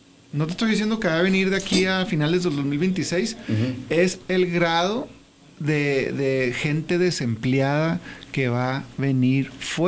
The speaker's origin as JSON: {"language": "Spanish", "town": "Parral", "region": "Chihuahua", "country": "Mexico"}